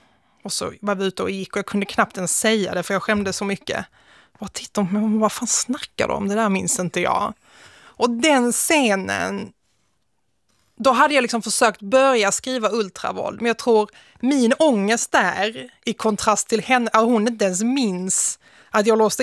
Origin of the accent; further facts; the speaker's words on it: Malmö, Skåne, Sweden; also born or lived in Nötersjö; Jag växte upp i en miljö som, alltså till naturen, liknar Solgårda utanför Svedala, som heter Nötersjö, en liten by. Och sen så flyttade jag in till Malmö när jag var 5 år gammal ungefär.